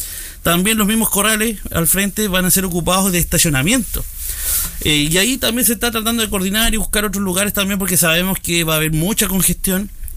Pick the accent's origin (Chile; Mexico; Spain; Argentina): Chile; Cauquenes, Maule; nosotros como los cauqueninos